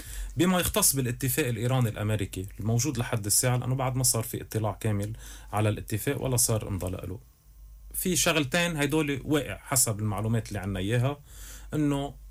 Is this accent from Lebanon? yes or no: yes; Lebanon; نحن كلبنانية